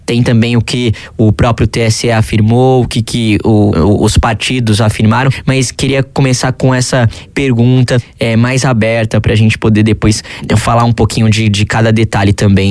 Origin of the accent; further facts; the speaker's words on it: São Paulo, Brazil; Como eu sou de São Paulo, muitas vezes tenho uma dificuldade de lembrar qual é a universidade.